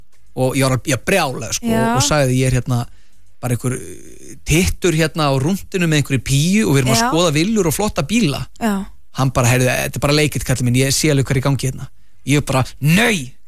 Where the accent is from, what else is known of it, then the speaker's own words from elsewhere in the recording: Vestmannaeyjar, Southern Region, Iceland; ég er frá Vestmannaeyjum ég nýfluttur upp á land